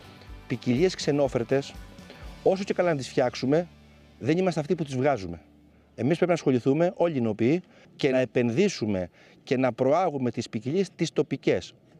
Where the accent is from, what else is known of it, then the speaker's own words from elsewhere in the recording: Tripoli, Peloponnese, Greece; also born or lived in Skopi; Εγώ μεγάλωσα στην Τρίπολη Αρκαδίας, γεννήθηκα στη Σκοπή, έμεινα εκεί πέρα μέχρι 5 ετών και μετέπειτα πήγαμε με τους γονείς μου στην Τρίπολη.